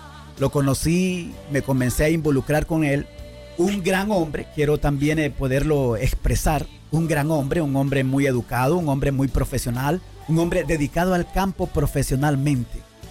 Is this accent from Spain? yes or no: no; Honduras; Soy de Honduras, perdón por no identificarme, sí, soy 100% catracho, soy hondureño